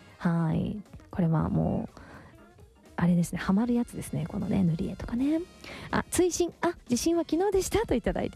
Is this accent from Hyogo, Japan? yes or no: yes; Hyogo, Japan; FM 兵庫から聞いてるということで、私の地元でございますね